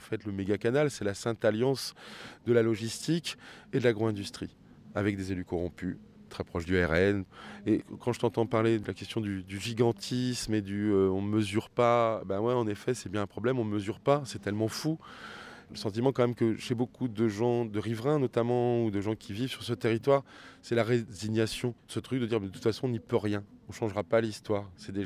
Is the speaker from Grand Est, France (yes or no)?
no; Beauvais, Hauts-de-France, France; born there; Je suis né à Beauvais